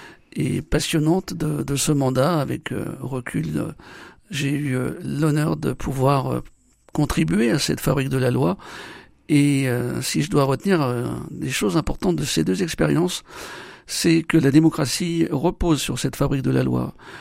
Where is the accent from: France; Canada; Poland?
France; Saint-Étienne, Auvergne-Rhône-Alpes; Alors j'ai été député de la Loire, je suis stéphanois, j'ai été député de la Loire de 2017 à 2022